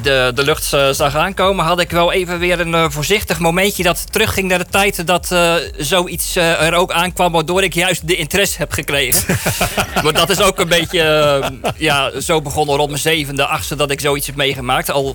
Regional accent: South Holland, Netherlands; Onder andere ook over waar ik vandaan kom. Bij het dorp naast Papendrecht.

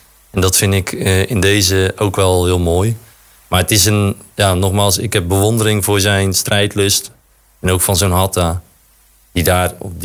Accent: Dordrecht, South Holland, Netherlands

